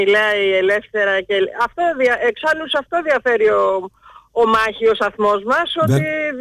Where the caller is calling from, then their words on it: Eretria, Central Greece, Greece; από Εύβοια, την ερέτρια της Εύβοιας.